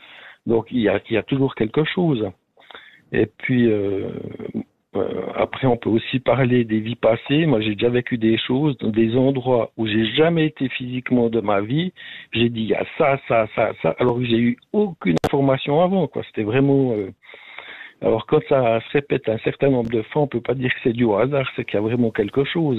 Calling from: Neuchâtel, Switzerland; moi, j'ai 62 ans et puis j'habite dans le canton de Neuchâtel.

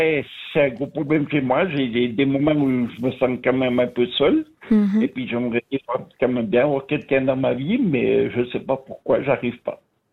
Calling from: Fribourg, Switzerland

